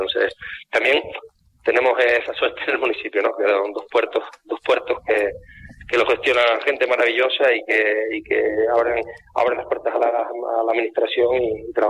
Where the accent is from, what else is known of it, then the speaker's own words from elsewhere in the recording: Canary Islands, Spain; somos una isla, somos 7, 8 islas, y estamos rodeadas de mar